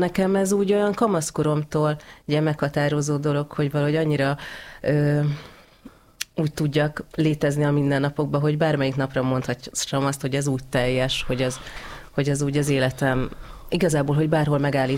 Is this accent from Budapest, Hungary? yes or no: yes; Budapest, Hungary; Hát én a Rózsadomba alján, úgyhogy ez abszolút budai övezet.